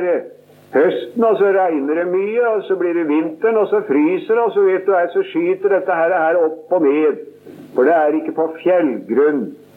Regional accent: Sarpsborg, Østfold, Norway; Det skulle ha tatt seg ut, som vi sier hjemme i Sarpsborg.

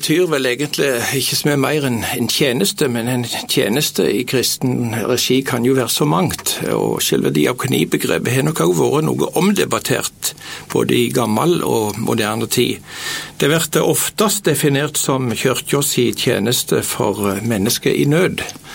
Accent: Varhaug, Rogaland, Norway; moved away as an adult; now in Nærbø, Norway; jeg er født og oppvaksen på Varhaug

